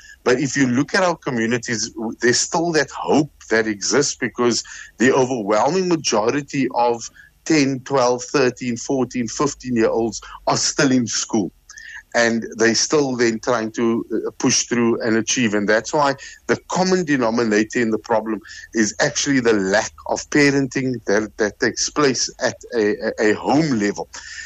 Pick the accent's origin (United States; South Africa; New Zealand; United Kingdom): South Africa; Western Cape; how I grew up in Bontville, and my parents worked. My mother worked, my father worked, and my grandmother worked at a factory in Epping called Kadima.